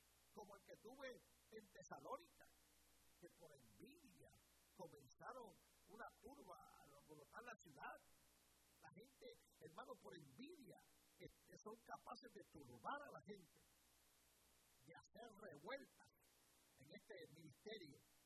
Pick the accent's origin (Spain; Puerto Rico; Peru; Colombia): Puerto Rico; moved away; also born or lived in United States; Una persona se reía de mi broken English, porque nací en esta nación y soy ciudadano by birthright. Me crié en Puerto Rico.